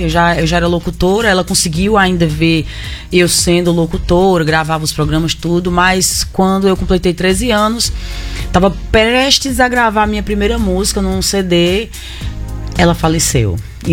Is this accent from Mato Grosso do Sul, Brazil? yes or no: no; Paraíba, Brazil; also born or lived in Rio de Janeiro / Minas Gerais; now in Mossoró, Brazil; nasci no Rio, passei 4 anos no Rio, depois fui morar 1 ano em Minas Gerais e de lá eu fui pra Itaperuá, Paraíba, que foi aonde eu realmente falo que eu me criei. Eu sou carioca, nascida, mas eu me criei mesmo assim, tudo na Paraíba, né? Então me considero nordestina, me considero paraibana